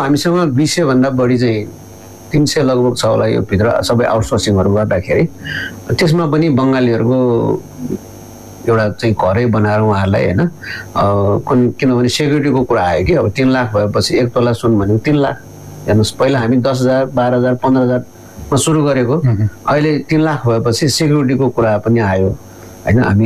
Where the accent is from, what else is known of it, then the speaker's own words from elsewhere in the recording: Bhaktapur, Bagmati, Nepal; अब हामी खास पनि भक्तपुरको बासिन्दा हौँ होइन, यहाँ भक्तपुरहरूको एउटा कस्तो भन्दाखेरि गरगहनामा ठुलो योगदान छ.